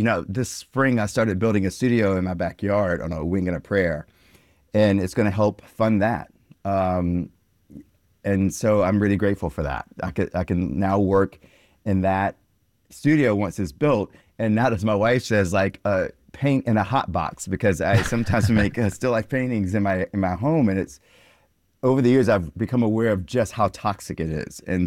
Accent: South Carolina, United States; I grew up in South Carolina

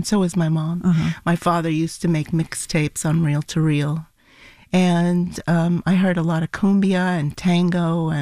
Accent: New York City, New York, United States; also born or lived in Buenos Aires, Argentina; now in Los Angeles, United States; My parents emigrated to the United States when I was about 2.5 years old. We went to New York, so I grew up in New York City and in Buenos Aires.

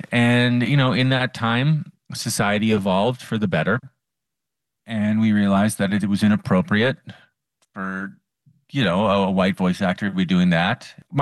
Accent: Ottawa, Ontario, Canada; born or raised there

